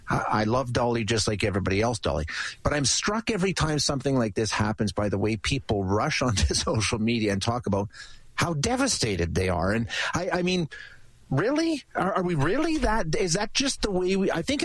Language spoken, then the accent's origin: English; Alberta, Canada; I grew up in Alberta, which, country music for sure